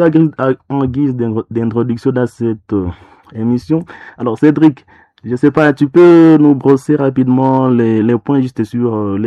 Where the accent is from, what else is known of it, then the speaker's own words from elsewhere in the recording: DR Congo; chez nous, en RDC en particulier.